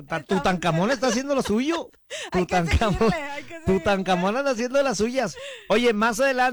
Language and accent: Spanish; Mexico